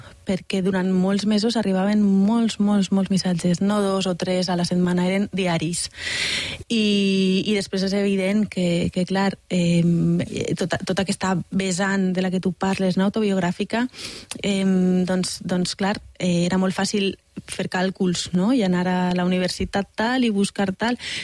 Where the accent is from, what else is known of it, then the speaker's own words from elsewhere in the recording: Valencian Community, Spain; Soc valenciana.